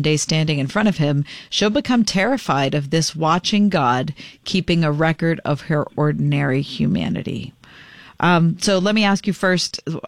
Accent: Pittsburgh, Pennsylvania, United States; I grew up here in Pittsburgh. But we both grew up as Christian kids.

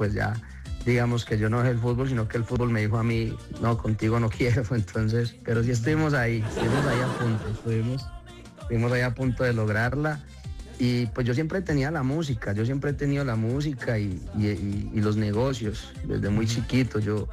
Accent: San Carlos, Antioquia, Colombia; now in Medellín, Colombia; allá en San Carlos, en mi tierra natal

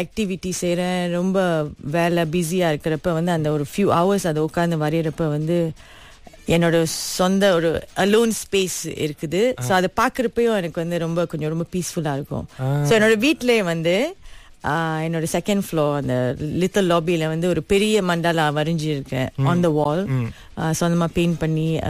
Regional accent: Kuala Lumpur, Malaysia; அம்மா வந்து பிணைங்கள உள்ளவங்க, கல்யாணம் பண்ணி அம்மா கேலுக்கு வந்துட்டாங்க. சோ நான் பிறந்து வளர்ந்தது எல்லாமே வந்து கோலாலம் போலதான்.

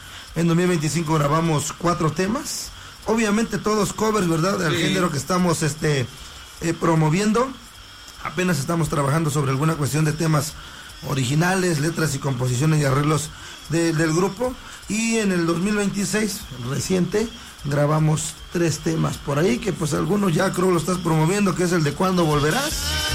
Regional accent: Mexico

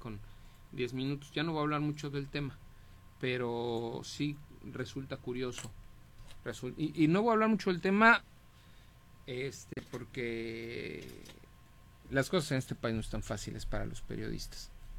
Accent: Mexico; Como mexicanos, como país, quiénes somos, de dónde vimos, de dónde venimos y hacia dónde vamos

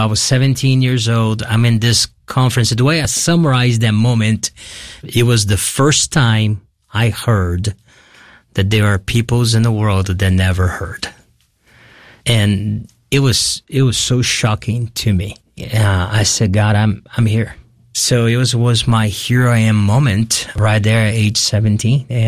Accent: Brazil; English is a second language; Well, I grew up in Brazil, as a Brazilian, you hear about Christ, you have the big Christ in Rio

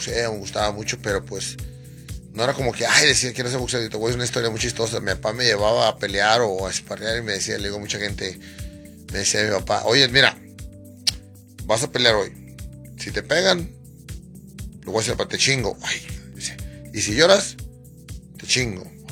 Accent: Ciudad Obregón, Sonora, Mexico; en Obregón, Sonora, mi tierra

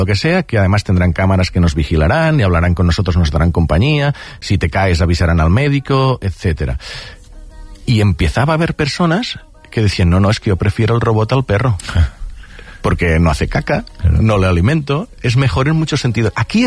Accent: Catalonia, Spain

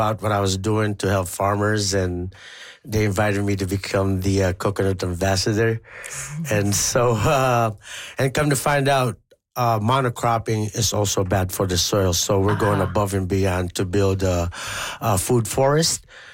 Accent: Philippines; Growing up in the Philippines, it's already so hard.

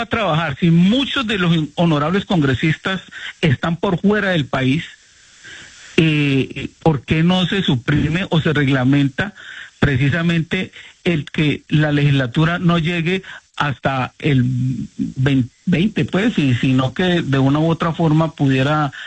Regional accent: Jamundí, Valle del Cauca, Colombia; Yo soy de Jamundí, soy de la ruralidad y tristemente no pude ir a mi corregimiento Timba, Julio.

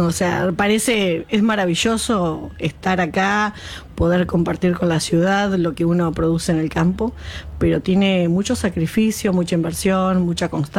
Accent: Tapalqué, Buenos Aires Province, Argentina; de mi pueblo, que es Tapalqué

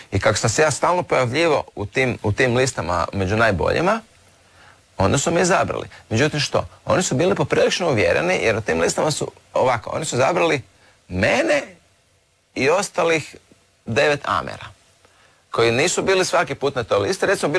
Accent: Croatia; nisu baš bili samo američki, ja sam iz Hrvatske.

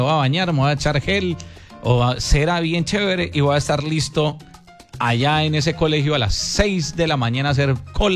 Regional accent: Colombia; Yo mañana saldré a ejercer el voto como ciudadano colombiano.

